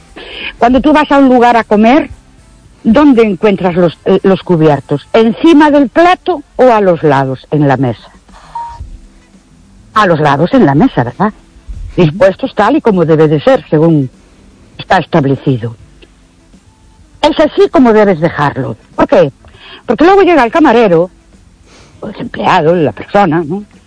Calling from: Ourense, Galicia, Spain; de Orense otra vez.

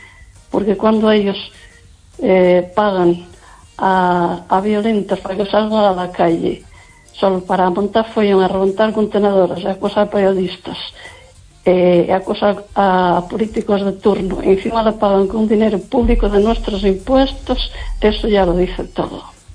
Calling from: Lugo, Galicia, Spain

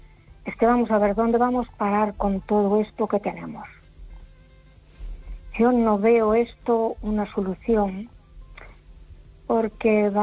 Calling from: A Coruña, Galicia, Spain; Desde Coruña.

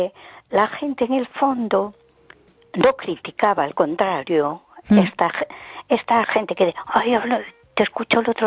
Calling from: A Coruña, Galicia, Spain; de Coruña.

